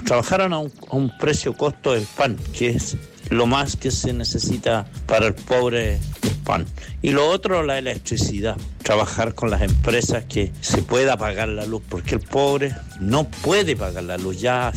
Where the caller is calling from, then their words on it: Angol, Araucanía, Chile; de Angol.